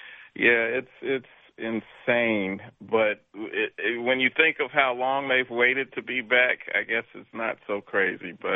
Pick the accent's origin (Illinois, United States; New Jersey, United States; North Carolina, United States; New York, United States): North Carolina, United States; I'm from North Carolina